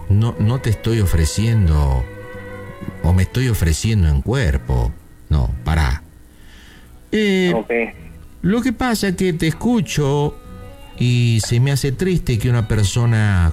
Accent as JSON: {"language": "Spanish", "region": "Buenos Aires", "country": "Argentina", "tie": "born or raised there", "also_born_or_lived": "California", "moved": "as an adult", "lives_now": "United States", "said": "Yo nací en California, pero cuando tenía 3 años, mi madre me llevó a Buenos Aires, y bueno, porque mi madre es californiana, y yo opté y tuve el pasaporte americano"}